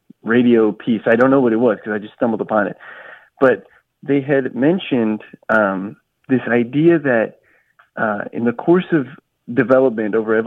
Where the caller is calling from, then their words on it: New York, United States; I'm calling in from Washington Heights.